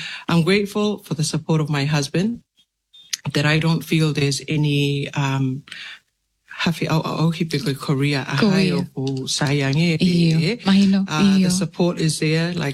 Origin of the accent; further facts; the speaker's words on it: Tonga; as a young Tongan girl growing up in Tonga and now a mum